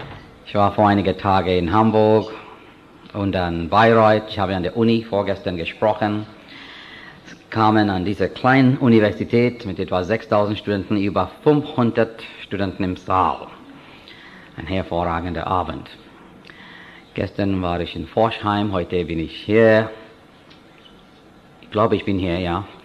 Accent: India; moved away as an adult; also born or lived in England; now in California, United States; Ich bin Inder. Ich liebe Indien, ich liebe mein indisches Volk.

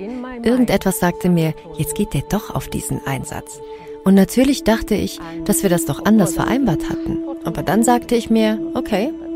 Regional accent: Mombasa, Mombasa County, Kenya; Ich bin in Mombasa aufgewachsen und wir haben immer problemlos mit den Muslimen zusammengelebt.

